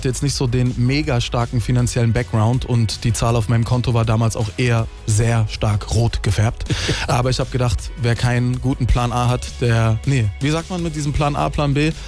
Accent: Oberkirch, Baden-Württemberg, Germany; ich bin in Oberkirch geboren und groß geworden

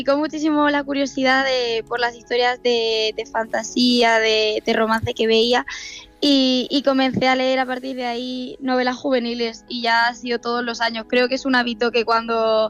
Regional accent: Murcia, Region of Murcia, Spain; De Murcia capital, exactamente. De centro.

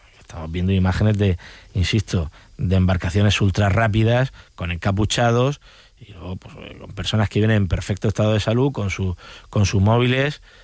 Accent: Region of Murcia, Spain; trabajar por los murcianos y trabajar por mi tierra

